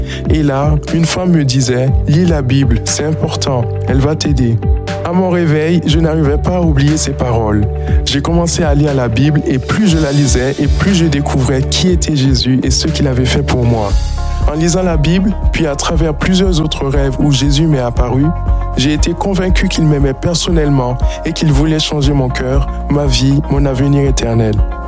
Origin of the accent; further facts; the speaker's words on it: Guinea; born there